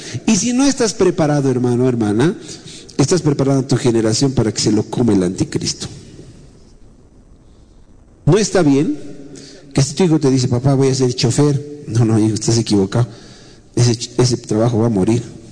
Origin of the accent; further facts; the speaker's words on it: Bolivia; nos ha blindado a los bolivianos